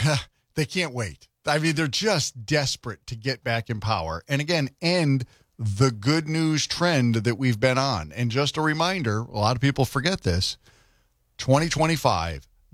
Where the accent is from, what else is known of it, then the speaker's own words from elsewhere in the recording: Connecticut, United States; my home state of Connecticut.